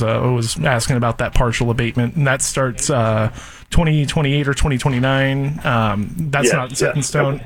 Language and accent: English; Lake Oswego, Oregon, United States; I grew up in Lake Oswego